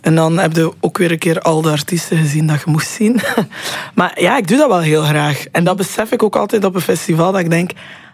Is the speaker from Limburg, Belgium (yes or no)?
no; Roeselare, West Flanders, Belgium; Ik kom ook van Roeselaar, dus heb daar geen grote concertzaal of zo.